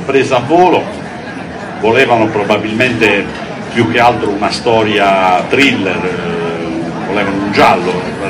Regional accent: Southern Italy, Italy; Noi democratici del sud

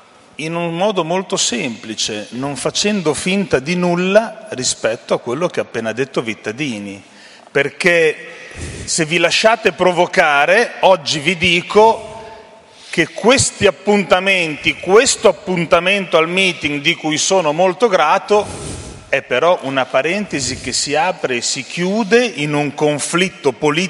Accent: Modena, Emilia-Romagna, Italy; quando sono cresciuto io a Modena

